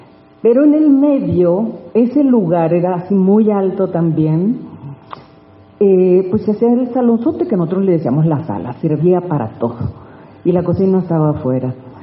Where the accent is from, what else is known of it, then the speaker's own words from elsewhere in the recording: La Paz, Baja California Sur, Mexico; Yo vengo de La Paz, Baja California Sur, soy una orgullosa norteña del sur, hija de don Amado y doña Amelia, con 9 hermanos